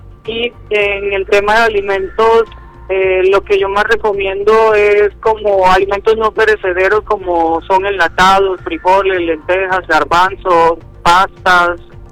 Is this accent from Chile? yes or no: no; Colombia; now in Acapulco, Mexico; Nos estamos uniendo como país, como colombianos en el exterior, en general Ciudad de México y otros estados de acá